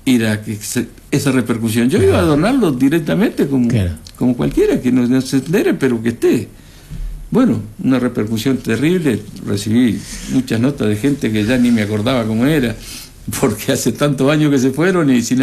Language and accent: Spanish; Junín, Buenos Aires Province, Argentina; Y acá Junín, que somos de Junín